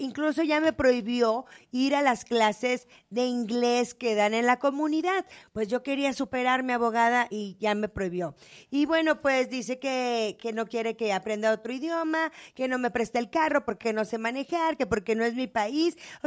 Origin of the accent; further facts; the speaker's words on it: Mexico; now in United States; yo como mexicana que soy, llegué a este país hace muchos años